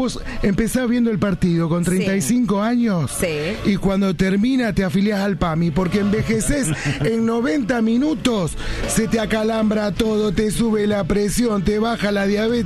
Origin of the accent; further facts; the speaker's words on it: Argentina; son las cosas que nos marcan siendo argentino